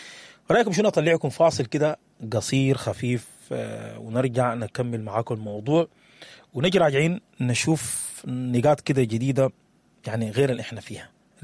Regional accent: Sudan; حقيقتنا كسودانيين

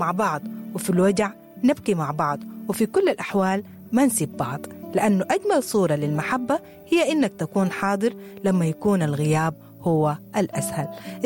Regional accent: Sudan; ونحن كسودانيين معروفين باللمة وبالفزعة وبالحنية

